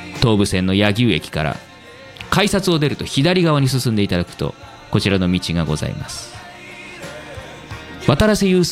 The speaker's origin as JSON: {"language": "Japanese", "region": "Hyogo", "country": "Japan", "tie": "born or raised there", "said": "私兵庫県出身なんですけれども"}